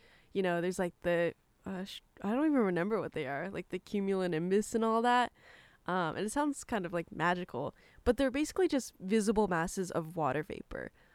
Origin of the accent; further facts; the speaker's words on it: Colorado, United States; moved away; I'm from Colorado.